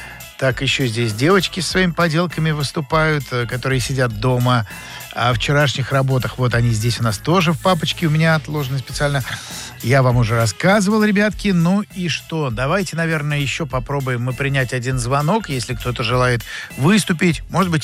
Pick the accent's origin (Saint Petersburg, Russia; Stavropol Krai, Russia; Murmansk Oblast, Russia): Saint Petersburg, Russia; мне 10 лет, я из Петербурга, я слепил байкеров.